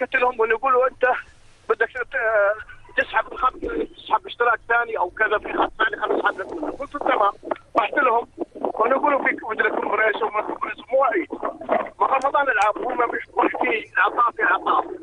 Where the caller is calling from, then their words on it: Mafraq, Mafraq Governorate, Jordan; انا من المفرق